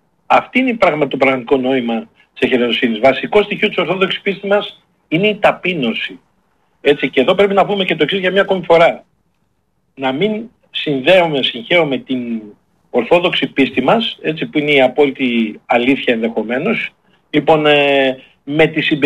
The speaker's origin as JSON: {"language": "Greek", "town": "Florina", "region": "Western Macedonia", "country": "Greece", "tie": "born or raised there", "said": "όταν ήμουν μικρό στη Φλόρινα"}